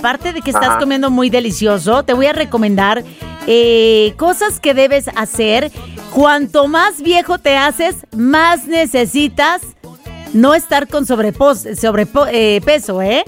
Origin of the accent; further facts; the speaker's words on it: Mazatlán, Sinaloa, Mexico; now in Mexico City, Mexico; traje a mi madre de mi tierra, desde Mazatlán.